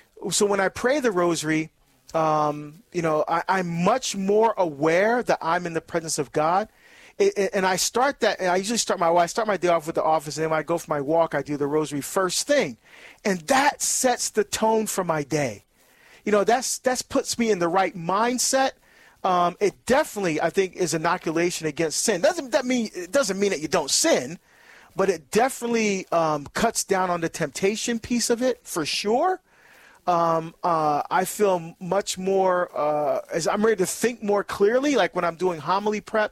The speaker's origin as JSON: {"language": "English", "town": "Hillside", "region": "New Jersey", "country": "United States", "tie": "born or raised there"}